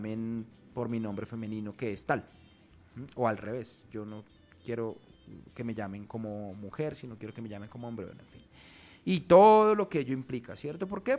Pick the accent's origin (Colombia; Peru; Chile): Colombia; todos somos colombianos, el grueso de los colombianos somos personas comunes y corrientes.